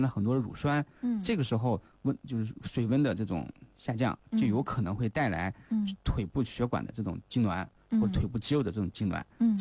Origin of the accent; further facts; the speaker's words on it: China; 我们中国人